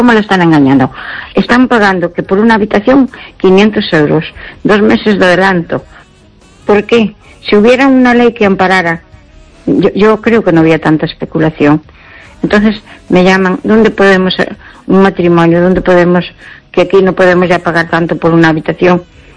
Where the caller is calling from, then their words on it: Pontevedra, Galicia, Spain; de Pontevedra.